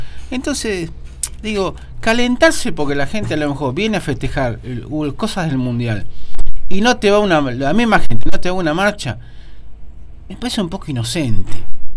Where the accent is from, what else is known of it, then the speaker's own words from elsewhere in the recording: Argentina; Yo sé todos los defectos que tenemos los argentinos